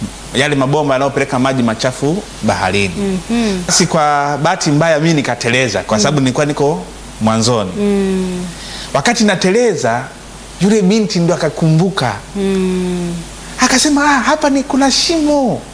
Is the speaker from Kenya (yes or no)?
no; Maswa, Shinyanga, Simiyu, Tanzania; now in Dar es Salaam, Tanzania; 2001 nikiwa nimeingia muda si mrefu katika jiji ile la Dar es Salaam, nikitokea kijijini kwetu Mara Mpaka, Maswa, Shinyanga, ambako ndiko nilikokulia huko Simio. Na ule mwaka 2001 baada ya kufika hapa Dar es Salaam, nilikuwa nikiishi na kaka yangu wa kwanza kuzaliwa kwetu